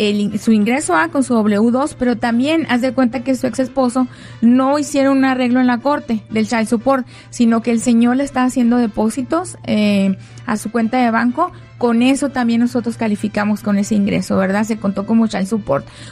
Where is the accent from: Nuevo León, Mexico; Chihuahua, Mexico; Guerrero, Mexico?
Chihuahua, Mexico; Entonces yo vengo de Chihuahua. Yo estudié una carrera, yo soy ingeniero civil.